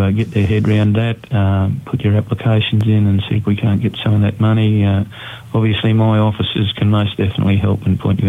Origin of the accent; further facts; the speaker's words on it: Taroom, Queensland, Australia; where I come from, my hometown at Taroom